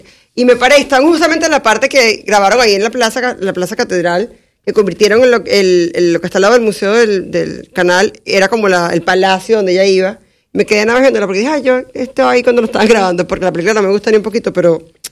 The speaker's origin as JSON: {"language": "Spanish", "country": "Mexico", "said": "cuando me senté, era comida mexicana de verdad, o sea, pero la que ellos comen, no la que yo conocía como mexicano, que en realidad es Tex-Mex."}